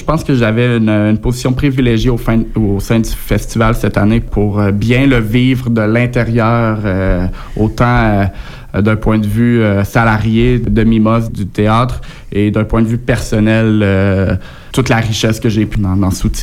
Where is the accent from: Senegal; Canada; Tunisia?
Canada; Quebec; accent: Québécois; moved away as an adult; now in Périgueux, France